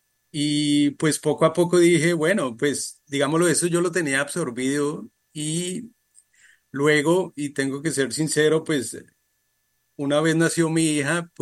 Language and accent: Spanish; Colombia; moved away as an adult; now in Thailand; Yo pues nací en Colombia y crecí allí pues toda la vida hasta la universidad